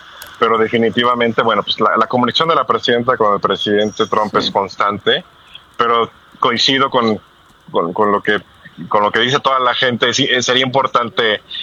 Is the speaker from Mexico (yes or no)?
yes; Mexico; also born or lived in Los Angeles, United States